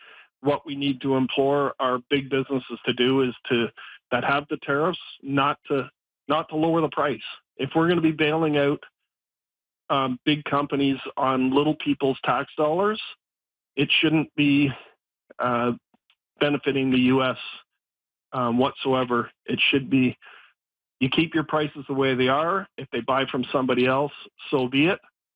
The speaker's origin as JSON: {"language": "English", "country": "Canada"}